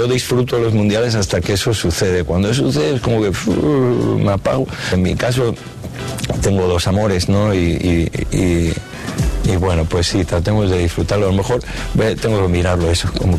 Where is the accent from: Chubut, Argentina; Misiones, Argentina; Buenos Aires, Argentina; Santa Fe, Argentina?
Buenos Aires, Argentina; born there; Yo nací en Argentina, en el barrio de Chacarita, toda mi familia, la historia de mi familia está muy ligada a ese barrio